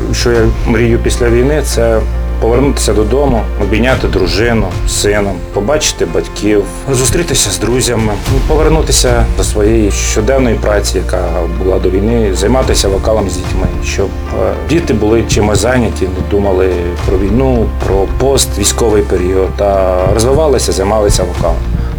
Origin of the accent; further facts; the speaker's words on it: Bila Tserkva, Kyiv Oblast, Ukraine; Я родом з Білої Церкви, там народився, там і жив до війни.